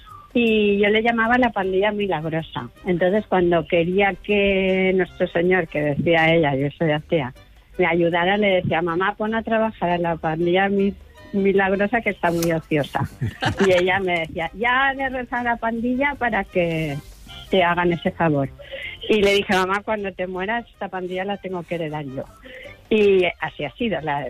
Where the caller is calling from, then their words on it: Benicàssim, Valencian Community, Spain; Buenos días. Equipo. … de Benicàssim.